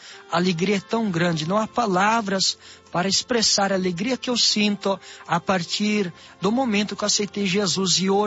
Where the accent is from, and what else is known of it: Formosa do Sul, Santa Catarina, Brazil